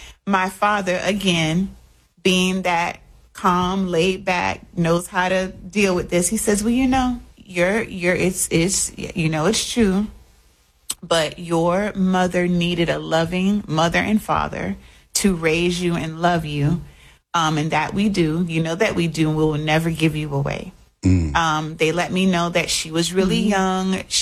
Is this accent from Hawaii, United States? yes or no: no; Austin, Texas, United States; born there; So I was adopted at birth. I was born in Austin, Texas.